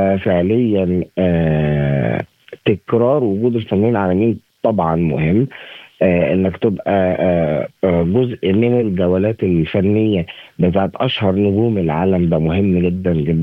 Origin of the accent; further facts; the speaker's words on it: Egypt; احنا الاهرامات بالنسبه لينا كمصريين